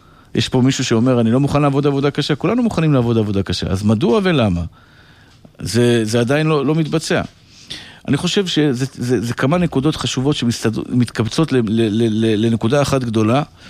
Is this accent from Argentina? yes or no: no; Iran; שהיו, אני מספר את זה כי אני פרסי, כן?